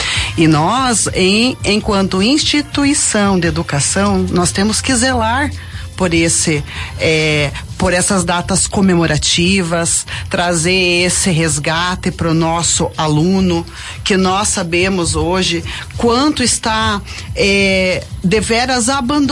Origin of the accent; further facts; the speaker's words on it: Mallet, Paraná, Brazil; Nós somos brasileiros, nós somos maletenses, nós temos que honrar as nossas raízes